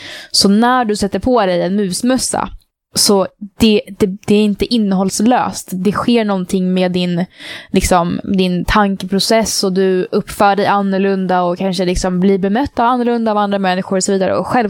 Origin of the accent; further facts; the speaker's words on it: Sweden; moved away; de får veta att jag är svensk